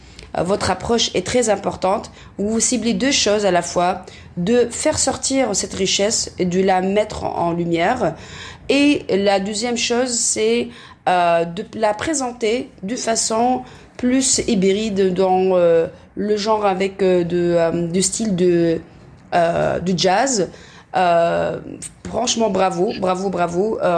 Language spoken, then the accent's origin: French; Tunisia; Moi, je connais, par exemple, je suis tunisien, je connais que … un peu de l'oriental